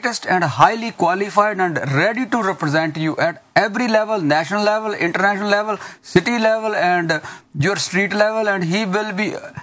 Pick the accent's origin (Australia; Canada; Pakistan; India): Canada